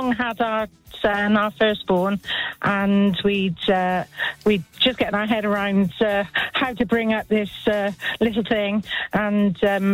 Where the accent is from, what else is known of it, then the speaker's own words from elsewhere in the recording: South West England, United Kingdom; because we're from Gloucestershire, so people that travel further, you know, it must be quite a sight.